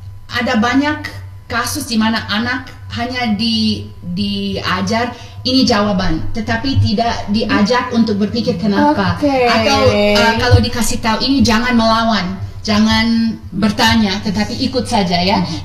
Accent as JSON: {"language": "Indonesian", "country": "Indonesia", "tie": "born or raised there", "said": "saya lahir besar di Indonesia"}